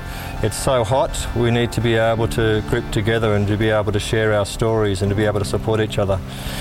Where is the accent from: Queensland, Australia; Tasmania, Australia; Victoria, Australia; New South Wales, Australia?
New South Wales, Australia; Sydney; born there; I was born in Sydney. Sydney's very is very hustle and bustle.